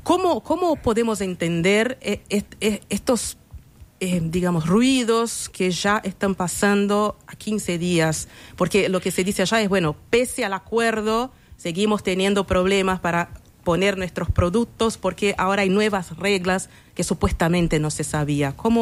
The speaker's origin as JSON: {"language": "Spanish", "country": "Brazil", "moved": "yes", "said": "soy brasileña, estoy muy atenta a las noticias allá"}